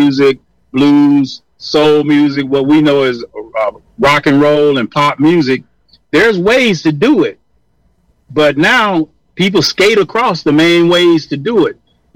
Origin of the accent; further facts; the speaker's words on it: Kissimmee, Florida, United States; It's kind of bringing me back to when I grew up in Kissimmee, Florida, and I had colored water.